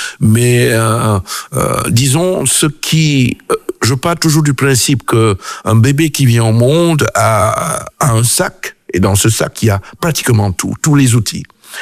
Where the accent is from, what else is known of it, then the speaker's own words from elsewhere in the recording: Cameroon; moved away as an adult; also born or lived in Belgium; originaire du Cameroun. Donc, je viens du Cameroun après mon bac pour étudier en Belgique.